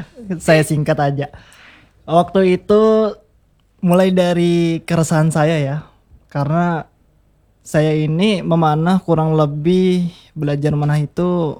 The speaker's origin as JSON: {"language": "Indonesian", "town": "Sampit", "region": "Central Kalimantan", "country": "Indonesia", "moved": "as an adult", "lives_now": "Palangka Raya, Indonesia", "said": "saya asal dari Sampit, Kalimantan Tengah. Kemudian saya melanjutkan studi saya, kuliah ya, di Palangkaraya ini. Kurang lebih 4 tahunan, 5 tahunan ya."}